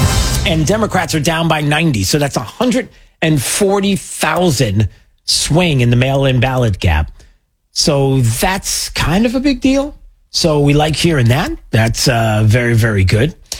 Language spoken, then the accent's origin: English; New York, United States; my parents had a beer and soda distributor where I grew up on Long Island